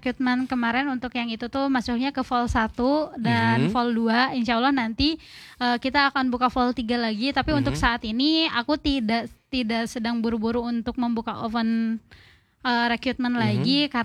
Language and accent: Indonesian; Sumedang, West Java, Indonesia; Pun aku sendiri aslinya dari Sumedang